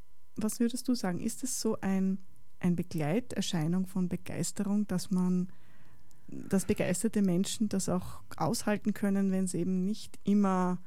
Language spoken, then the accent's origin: German; Vienna, Austria; moved away; ich komme ja ursprünglich aus Wien